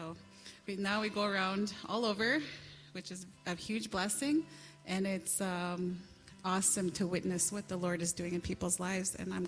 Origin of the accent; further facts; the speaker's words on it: Winnipeg, Manitoba, Canada; also born or lived in Island Lake, Manitoba; We're originally from Island Lake, which is northeast Manitoba. Very isolated community we come from. And I grew up in Winnipeg, though.